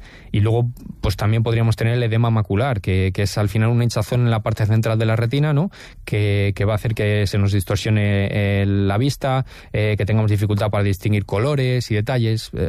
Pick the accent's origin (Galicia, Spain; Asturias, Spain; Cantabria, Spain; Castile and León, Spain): Castile and León, Spain; Paredes de Nava; en mi pueblo, en Paredes